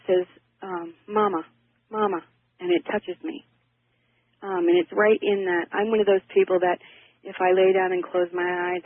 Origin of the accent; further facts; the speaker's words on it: Eagle River, Alaska, United States; I'm from Eagle River, Alaska.